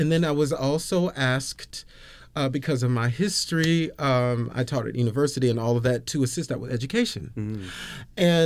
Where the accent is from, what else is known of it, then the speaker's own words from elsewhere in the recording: Georgia, United States; I'm a Georgia boy.